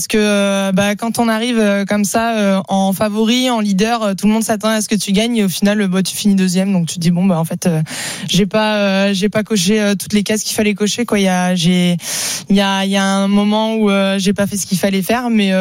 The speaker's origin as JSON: {"language": "French", "region": "south of France", "country": "France", "said": "moi je viens du Sud, donc je suis quand même team l'OM."}